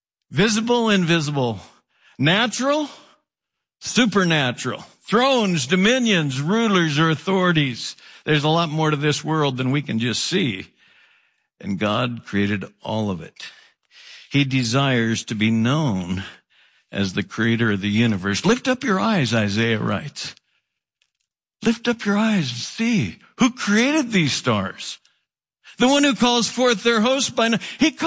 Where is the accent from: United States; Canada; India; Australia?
United States; Oregon; I grew up in Oregon. And I'm getting old.